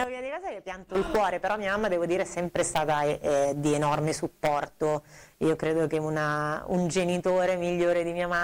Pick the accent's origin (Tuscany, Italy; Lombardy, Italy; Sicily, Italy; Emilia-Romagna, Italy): Lombardy, Italy; Lecco